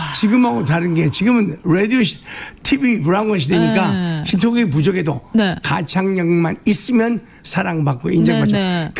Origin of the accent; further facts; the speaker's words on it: Jeolla, South Korea; 제가 음식을 또 전라도 사람이라